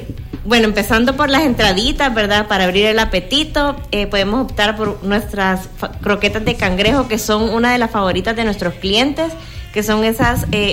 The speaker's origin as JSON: {"language": "Spanish", "country": "El Salvador"}